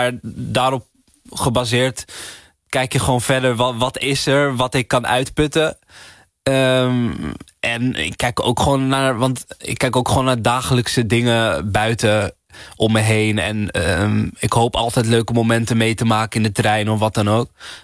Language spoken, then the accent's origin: Dutch; Amsterdam, North Holland, Netherlands; Want ik kom ook uit Amsterdam en daar is het nu ook niet echt aan de hand.